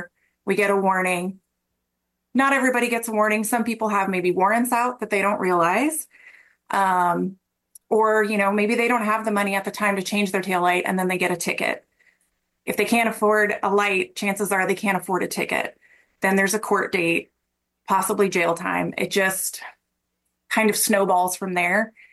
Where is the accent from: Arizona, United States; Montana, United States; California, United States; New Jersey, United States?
Arizona, United States; now in Missouri, United States; I myself am not. I'm from Arizona.